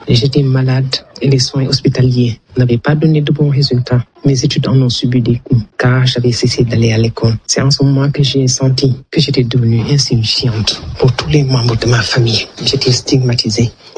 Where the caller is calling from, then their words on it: Dakar, Senegal; j'appelle de Dakar, j'ai 54 ans.